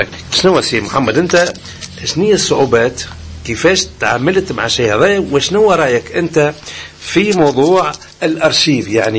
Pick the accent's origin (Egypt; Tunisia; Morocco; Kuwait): Tunisia; لكن في آخر الأمر احنا كتونسيين احنا باش نستفادوا من العمل